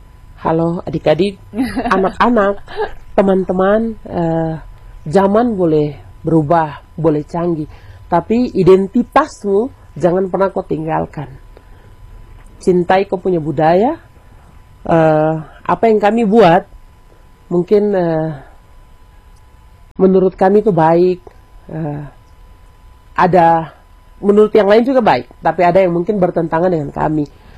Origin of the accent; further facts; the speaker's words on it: Wamena, Highland Papua, Indonesia; Saya pasti Wamena lah. Saya lahir dan besar di sini, cuaca dan segala macam tong sudah terbiasa dan di sini.